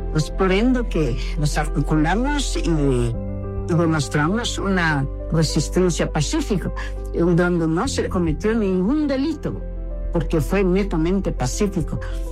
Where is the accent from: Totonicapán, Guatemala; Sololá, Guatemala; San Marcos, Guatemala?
Sololá, Guatemala; Santa Lucía Utatlán; Invito al municipio de Santa Lucía, Tatlán, de donde soy originaria, de donde también estuve prestando mi servicio en el 2022 y 2023